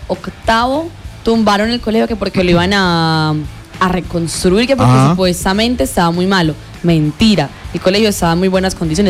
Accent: Envigado, Antioquia, Colombia; normalista de Envigado

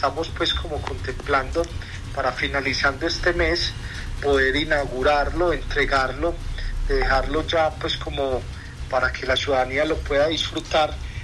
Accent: Antioquia, Colombia

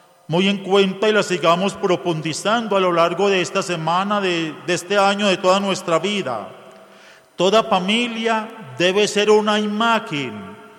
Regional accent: Colombia; como pueblo, como familia colombiana

